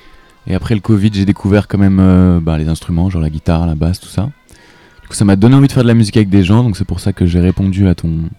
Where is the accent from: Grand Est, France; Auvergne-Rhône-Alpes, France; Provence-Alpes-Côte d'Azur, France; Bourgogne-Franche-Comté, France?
Auvergne-Rhône-Alpes, France; now in Toulouse, France; on vient du même coin de la Drôme. Je sais pas si vous voyez où c'est, dans le sud-est de la France. Et c'est un petit endroit